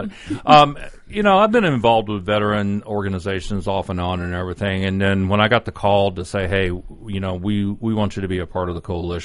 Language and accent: English; Georgia, United States; moved away as an adult; also born or lived in Dallas, Texas / South Carolina / Germany / Colorado; I was born in Dallas, raised in Georgia.